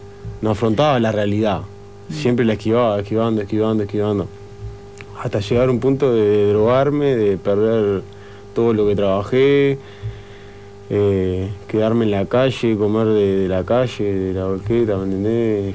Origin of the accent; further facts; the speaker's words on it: Rocha, Uruguay; moved away; No, soy de Rocha yo.